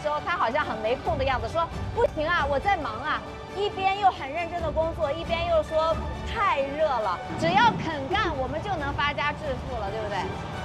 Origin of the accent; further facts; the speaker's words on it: northern China, China; 因为我是北方人嘛，小时候也会吃过这种咸鱼